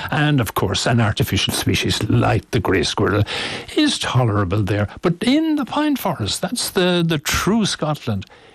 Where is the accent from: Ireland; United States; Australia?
Ireland; Limerick, Munster; now in Malahide, Ireland; I grew up in Limerick and we never saw a squirrel of any kind, red, grey or anything else.